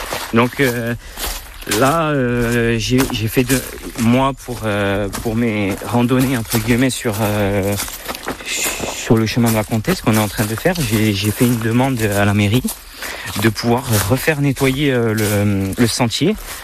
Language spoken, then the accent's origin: French; Ocana, Corsica, France; Par mon père, donc je suis d'Ocana, donc du sud de la Corse, mais par ma mère, donc, et surtout ma grand-mère, donc on est de Scala.